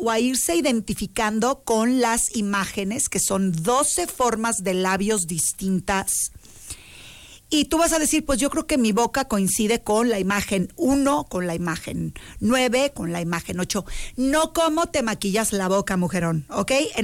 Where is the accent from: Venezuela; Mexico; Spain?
Mexico; Hay otras cosas que como mexicanos nos identifican en el resto del mundo